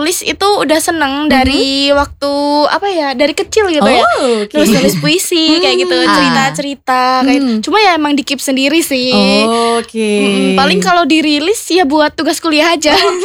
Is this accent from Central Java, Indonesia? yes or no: yes; Klaten, Central Java, Indonesia; moved away as an adult; now in Purwokerto, Indonesia; Aslinya Klaten.